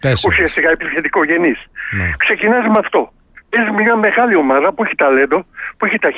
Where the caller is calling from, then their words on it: Attica, Greece; από τα Βόρεια Προάστια.